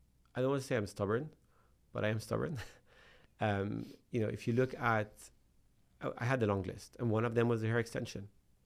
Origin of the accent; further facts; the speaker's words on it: South Governorate, Lebanon; moved away; Especially, I'm from the South.